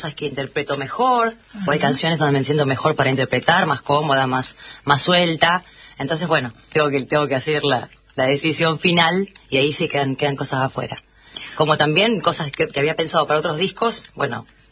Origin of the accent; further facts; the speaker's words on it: Los Surgentes, Córdoba, Argentina; Sí, es una ciudad pequeña, que es el departamento de mi pueblo, Los Urgentes es mi pueblo.